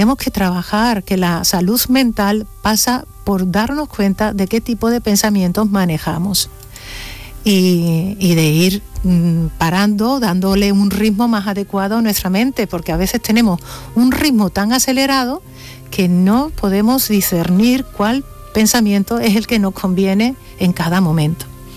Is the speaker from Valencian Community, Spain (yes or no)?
no; Andalusia, Spain; yo lo digo porque como soy andaluza me sale así.